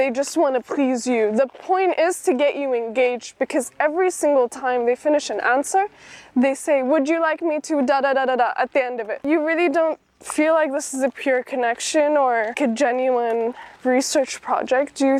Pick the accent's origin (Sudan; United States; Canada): Sudan; We're from Sudan, this is like a big deal.